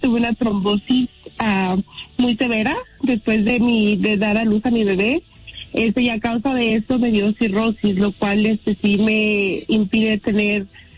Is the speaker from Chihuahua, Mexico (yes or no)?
yes; Chihuahua, Mexico; now in New Mexico, United States; Estoy ahorita localizada en Nuevo México. Soy de Chihuahua.